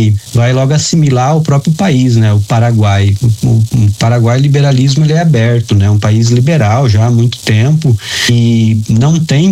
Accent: Brazil; enquanto brasileiro

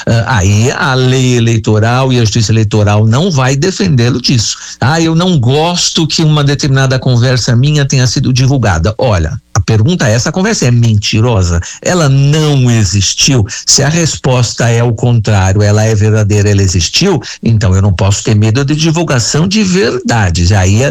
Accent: Brazil; eu sou brasileiro

